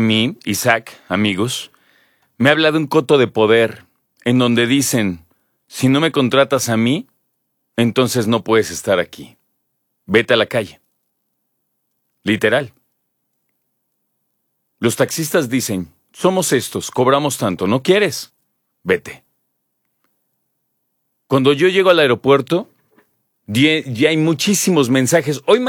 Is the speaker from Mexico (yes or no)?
yes; Mexico